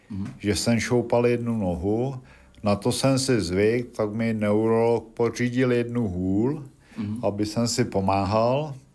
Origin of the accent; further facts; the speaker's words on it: Sušice, Plzeň Region, Czechia; Jsem zdaleka, jsem ze Šumavy, z města Sušice Brána Šumavy